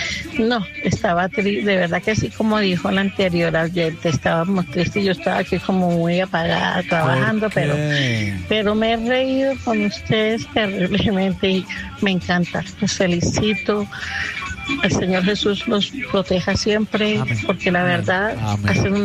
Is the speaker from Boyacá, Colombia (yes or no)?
no; Mosquera, Cundinamarca, Colombia